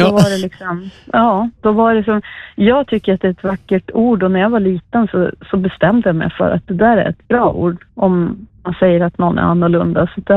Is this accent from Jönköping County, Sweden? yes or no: no; Umeå, Västerbotten County, Sweden; Jag växte upp i Umeå, vi flyttade in till Umeå när jag var 12-13 år, och då var det ju en otroligt stor våg av metal och hardcore.